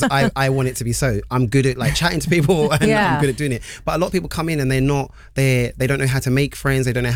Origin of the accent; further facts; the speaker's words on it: London, United Kingdom; I always say that I'm a Londoner